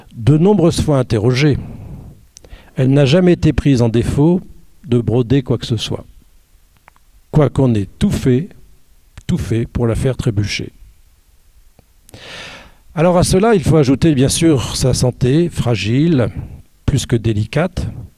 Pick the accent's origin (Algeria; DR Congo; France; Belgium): France; Hauts-de-France